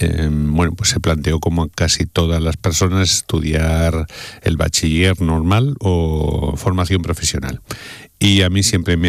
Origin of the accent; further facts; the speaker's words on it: Aragon, Spain; moved away; en mi pueblo, de la montaña del Pirineo.